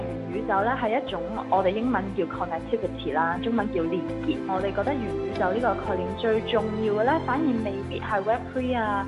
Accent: Hong Kong; 始终我们作为一个土生土长的香港人，我们都要善用自己的优势，找到是整个中国市场的一席之地。

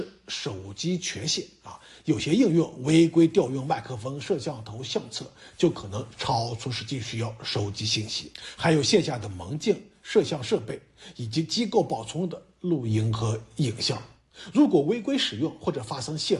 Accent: Hong Kong; 始终我哋作为一个土生土长嘅香港人，我哋都要善用自己优势

